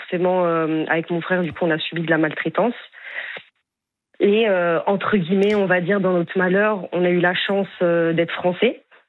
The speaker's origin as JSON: {"language": "French", "country": "France", "tie": "born or raised there", "said": "c'est d'avoir d'être né en France. On a grandi en France, on avait les papiers français."}